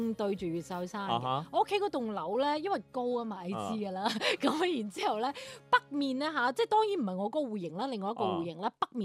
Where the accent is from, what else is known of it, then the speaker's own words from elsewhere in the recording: Guangzhou, Guangdong, China; 我咁啊，梗係啦，土生土長土